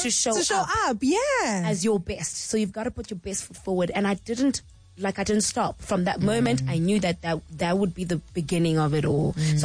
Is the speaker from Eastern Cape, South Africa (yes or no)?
yes; Eastern Cape, South Africa; moved away; also born or lived in Pretoria / Johannesburg; I'm from the Eastern Cape.